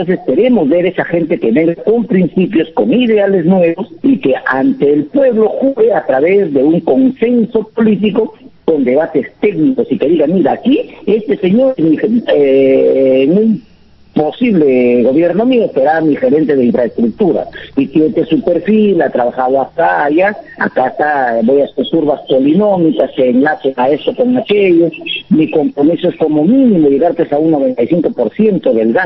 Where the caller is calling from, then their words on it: Cajaruro, Amazonas, Peru; yo soy, en realidad, soy un cajarurino, ¿no? Porque todas mis tierras están en Cajaruro, vivo en Baguagrande.